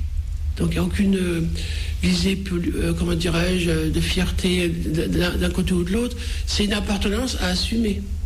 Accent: Skikda, Skikda Province, Algeria; born there

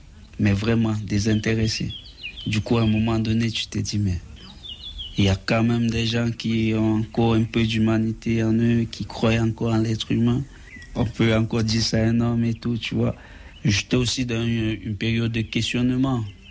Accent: Cameroon; Moi, je viens du Cameroun.

